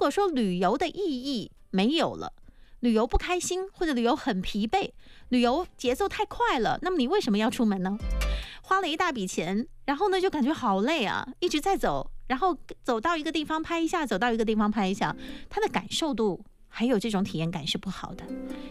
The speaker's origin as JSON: {"language": "Chinese", "town": "Jinjiang", "region": "Fujian", "country": "China", "tie": "born or raised there", "said": "我们作为土生土长的晋江人"}